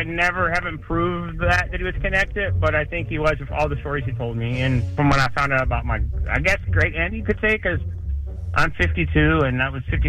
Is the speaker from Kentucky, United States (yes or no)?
yes; Kentucky, United States; I grew up in Kentucky